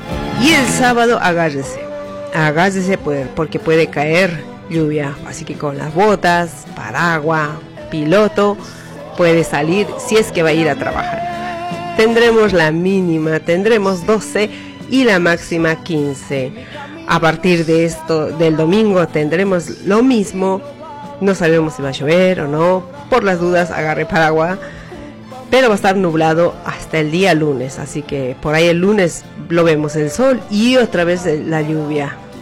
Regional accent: Bolivia; nosotros como bolivianos

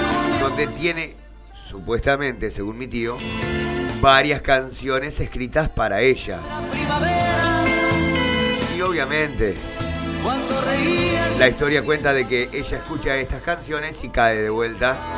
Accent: Paysandú, Uruguay; Paysandú, la heroica, mi tierra natal.

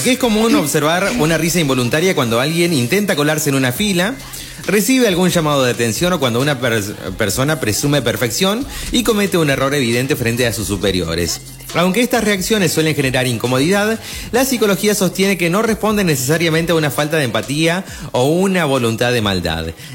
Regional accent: Argentina

